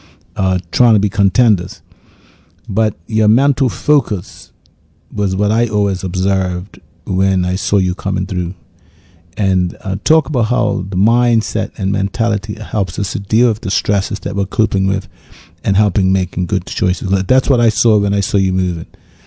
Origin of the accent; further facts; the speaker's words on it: St. George's, Bermuda; He's very famous when we grew up in Bermuda.